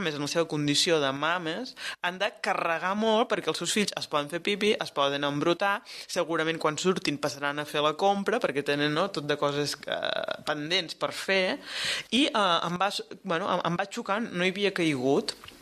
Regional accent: Blancafort, Catalonia, Spain; quan m'he marcat a Blancafort, al meu poble, jo el faig servir.

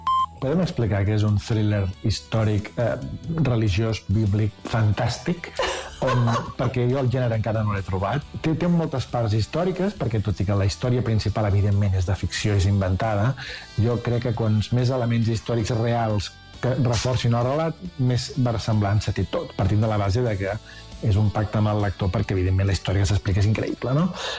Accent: Catalonia, Spain; perquè és així, jo soc català i no puc fer una altra cosa

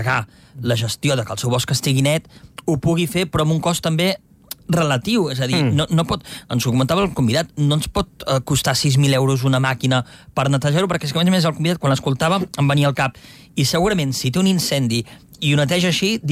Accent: Sant Joan les Fonts, Catalonia, Spain; a la Garrotxa, jo al meu poble, Sant Joan les Fonts, tu surts a caminar

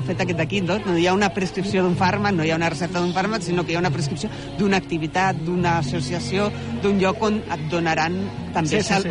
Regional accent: El Vendrell, Catalonia, Spain; Jo soc del Vendrell, jo soc del Vendrell.

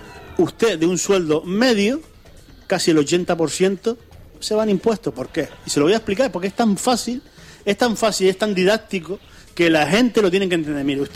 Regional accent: Ingenio, Canary Islands, Spain; Yo soy de Ingenio, nosotros somos de Ingenio.

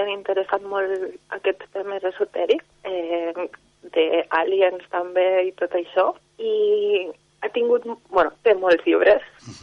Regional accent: Vielha, Catalonia, Spain; Doncs jo soc de la Vall d'Aran, vaig néixer aquí a Vieja i m'he passat quasi tota la vida a la Vall d'Aran.

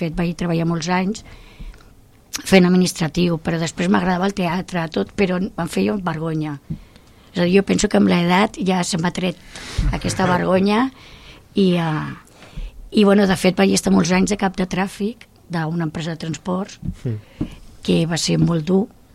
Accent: El Prat de Llobregat, Catalonia, Spain; Jo sóc nascuda al Prat de Llobregat, i el Prat de Llobregat ara és tota una ciutat, és molt emblemàtica. I abans no, abans érem els pagesos del cercle de metropolità de Barcelona

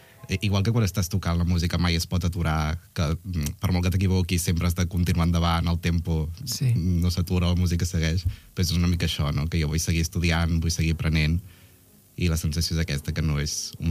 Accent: Arenys de Munt, Catalonia, Spain; born there; jo m'estimo molt el meu poble, Arenys, Cinera, no?

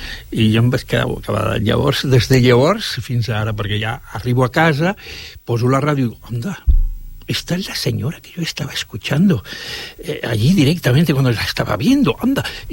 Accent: Alcalá de Guadaíra, Andalusia, Spain; born there

